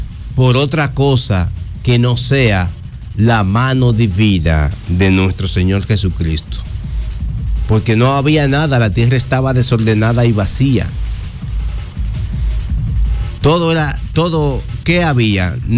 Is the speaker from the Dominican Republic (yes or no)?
yes; Dominican Republic; Gracias porque somos dominicanos, gracias porque tememos a Dios